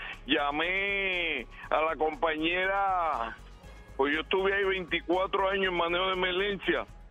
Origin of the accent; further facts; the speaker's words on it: Fajardo, Puerto Rico; No, negativo, esto es de Fajardo, yo soy nacido y criado aquí en Fajardo.